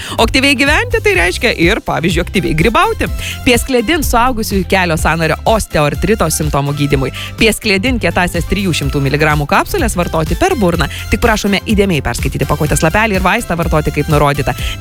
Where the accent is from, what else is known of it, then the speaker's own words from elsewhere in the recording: Dzūkija, Lithuania; Aš, pavyzdžiui, aš esu dzūkė